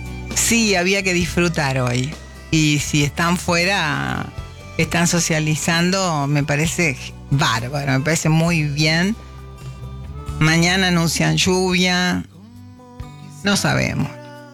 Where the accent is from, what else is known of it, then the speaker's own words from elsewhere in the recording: Gualeguaychú, Entre Ríos, Argentina; yo soy de Gualeguaychú, he ido cuando era chica muchas veces.